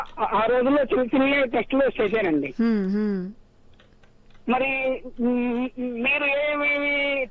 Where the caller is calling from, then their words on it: Guntur, Andhra Pradesh, India; నేను గుంటూరు నుంచి … మాట్లాడుతున్నాండి.